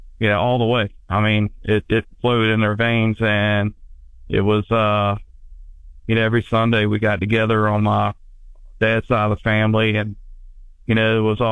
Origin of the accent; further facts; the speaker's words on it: Virginia, United States; especially growing up in the Tidewater, Virginia area, with all our, we have Norfolk Naval Base and so many bases around and Army bases but a lot of military presence where I'm from.